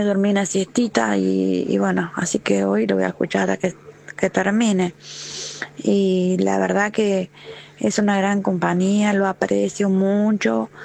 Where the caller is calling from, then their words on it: Argentina; de San Cristóbal